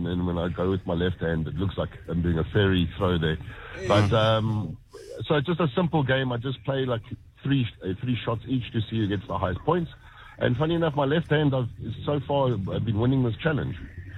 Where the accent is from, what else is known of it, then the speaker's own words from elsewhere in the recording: Tokyo, Japan; I remember growing up in Manzan, Tokyo, though.